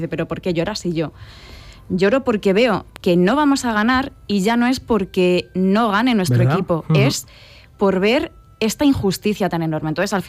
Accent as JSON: {"language": "Spanish", "country": "Spain", "said": "todos los españoles, aunque seamos de Toledo, somos gallegos por esa emigración."}